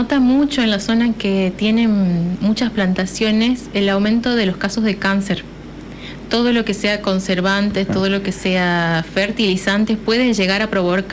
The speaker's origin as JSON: {"language": "Spanish", "region": "Buenos Aires", "country": "Argentina", "tie": "born or raised there", "said": "Yo vengo de Buenos Aires, de Capital, y toda mi primaria, mi secundaria la hice en instituciones públicas."}